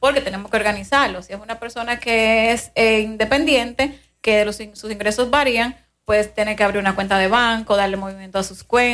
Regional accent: Moca, Espaillat, Dominican Republic; yo soy de Estancia Nueva, Moca, y de toda la vida, o sea, me crié y nací ahí

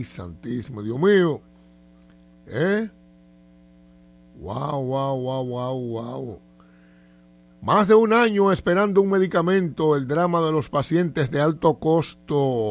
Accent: Nagua, María Trinidad Sánchez, Dominican Republic; born there; yo tengo el orgullo de tener por allá, por mi tierra donde nací, playas hermosas. Como la Poza de Bojolo, Playa Los Gringos, Matancita, en Nagua.

